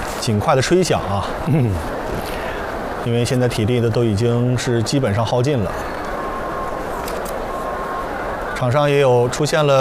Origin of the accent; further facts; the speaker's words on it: Jixi, Heilongjiang, China; 坐镇我们的家乡